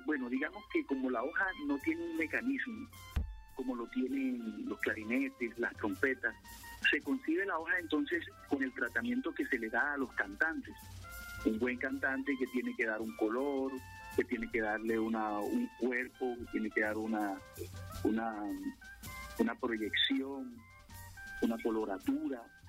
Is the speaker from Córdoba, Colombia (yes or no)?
yes; Córdoba, Colombia; nos hacen ser verdaderamente sinuanos, colombianos, gente que ama la tierra